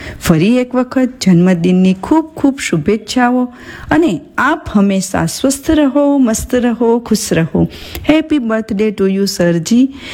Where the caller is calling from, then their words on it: Junagadh, Gujarat, India; मैं जूनागढ़ गुजरात से … बोल रही हूँ।